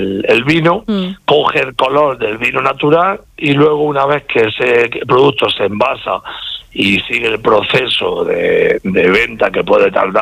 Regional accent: Calasparra, Region of Murcia, Spain; yo soy de Calasparra, de la zona de Caravaca, entonces hay algunas charcuterías que tienen el producto

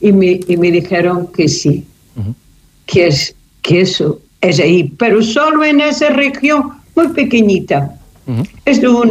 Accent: Portugal; born there; first language Portuguese; Spanish is a second language; normalmente me contesta en portugués, que es mi idioma. Mi idioma primero, bueno, primero, segundo, junto con el inglés. Uh-huh. Pero con frases que en otro sitio de Portugal no existen, pero sí en el sitio donde yo nací, que es el sur de Portugal.

